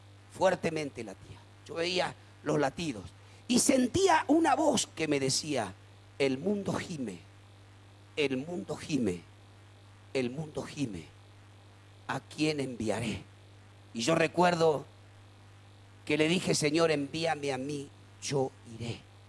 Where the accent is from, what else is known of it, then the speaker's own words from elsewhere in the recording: Quilmes, Buenos Aires Province, Argentina; abuelos españoles y abuelos italianos. Vinieron directamente a Quilmes, aquí en Quilmes nací, aquí me crié, conocí a todo el mundo